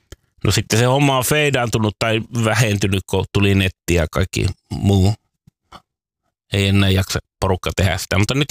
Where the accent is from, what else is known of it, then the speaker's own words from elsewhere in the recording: Raahe, North Ostrobothnia, Finland; Raahesta, josta itse olen kotoisin, niin muistan hyvin, että kävelykatuahan sitä käveltiin.